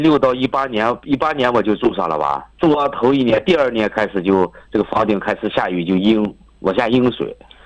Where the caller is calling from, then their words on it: Baotou, Inner Mongolia, China; 我是来自包头的，包头这个万全家乐的住户。